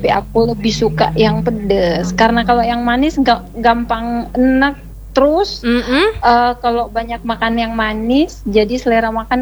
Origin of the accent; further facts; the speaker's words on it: Sulawesi, Indonesia; kita di Sulawesi.